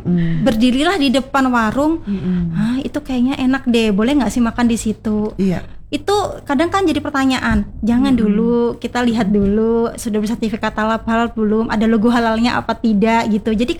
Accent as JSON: {"language": "Indonesian", "region": "Java", "country": "Indonesia", "moved": "yes", "lives_now": "Kalimantan, Indonesia", "said": "saya secara pribadi Muslim gitu, apalagi saya kan orang Jawa, datang ke Kalimantan"}